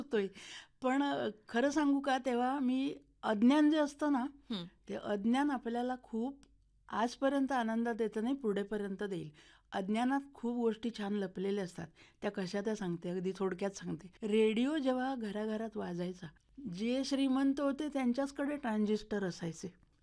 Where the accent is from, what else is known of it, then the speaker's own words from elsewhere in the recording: Devgad, Maharashtra, India; moved away; जसं माझं देवगड माहेर आहे तसं आकाशवाणी रत्नागिरी माझं माहेर आहे.